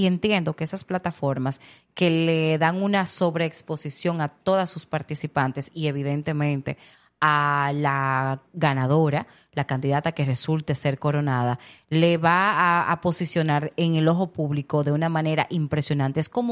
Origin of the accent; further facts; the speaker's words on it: Dominican Republic; soy dominicana.